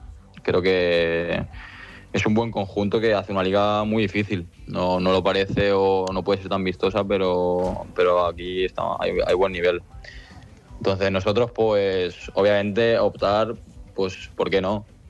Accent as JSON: {"language": "Spanish", "country": "Spain", "said": "pero creo que no es un vestuario muy, muy típico por la edad y porque somos muchos españoles."}